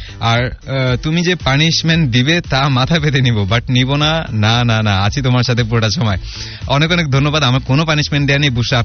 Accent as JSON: {"language": "Bangla", "town": "Rangpur", "region": "Rangpur Division", "country": "Bangladesh", "said": "রংপুর থেকে, আমাদের এখানে অনেক রোদ।"}